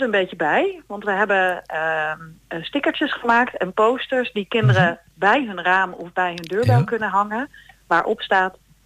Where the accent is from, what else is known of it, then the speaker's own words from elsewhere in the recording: Apeldoorn, Gelderland, Netherlands; Ik kom zelf uit Apeldoorn